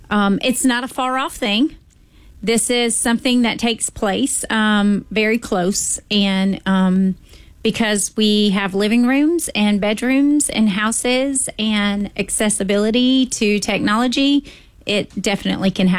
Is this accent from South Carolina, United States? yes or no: yes; South Carolina, United States; it happened to me, and I'm from Lexington County.